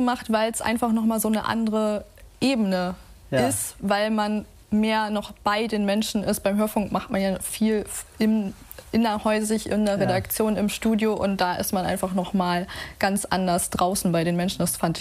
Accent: Kiel, Schleswig-Holstein, Germany; also born or lived in Preetz / Ascheberg; Wir haben erst in Ascheberg gewohnt, dann in Preetz später und dann in Kiel. Also eigentlich irgendwie seit dem Kindergarten schon in Kiel.

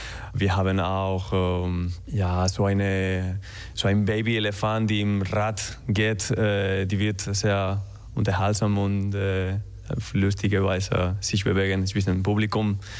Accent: Madrid, Community of Madrid, Spain; German is a second language; moved away; also born or lived in Alicante; Ich komme aus Madrid.

